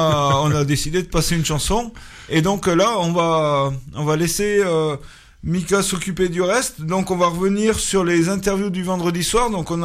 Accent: France; nous en tant que Français

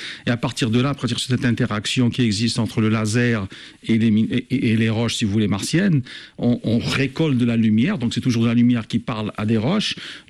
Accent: Algeria; moved away as an adult; also born or lived in England; now in United States; j'ai fait toutes mes études en Algérie. Je suis algérien. J'ai fait tout mon parcours universitaire jusqu'à un DES, un diplôme d'études supérieures, avant de partir d'abord en Angleterre

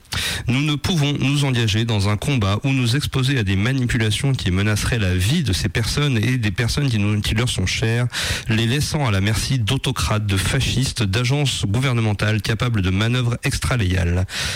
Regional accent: Italy; accent: Italian; French is a second language

